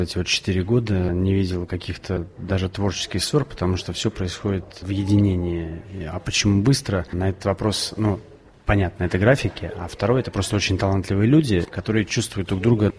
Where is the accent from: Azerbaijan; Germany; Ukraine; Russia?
Russia; Saint Petersburg; Я вырос здесь, на Пушкинской улице, рядом с музеем